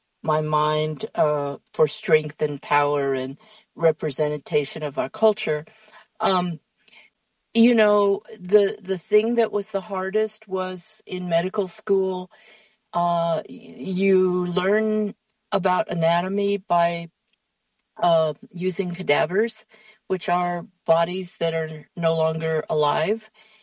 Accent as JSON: {"language": "English", "town": "Crown Point", "region": "New Mexico", "country": "United States", "tie": "born or raised there", "moved": "yes", "lives_now": "Prosser, United States", "said": "I am originally from Crown Point, New Mexico, and currently live in Prosser."}